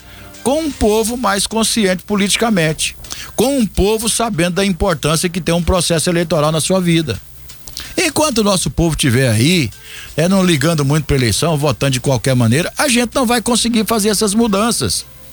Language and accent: Portuguese; Brazil; Dói em mim também como brasileiro.